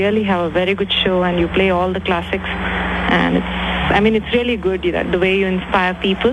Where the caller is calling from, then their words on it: India; I'm an Indian